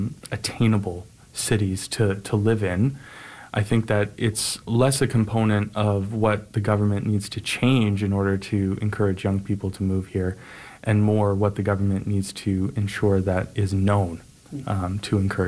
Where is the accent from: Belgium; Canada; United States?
Canada; Ontario; I moved here from Ontario for a series of reasons, one of which was to be close to family